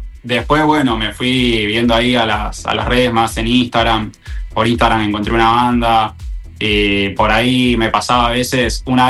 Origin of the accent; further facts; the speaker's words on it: Mar del Plata, Buenos Aires Province, Argentina; Sí, vivo en Mar del Plata.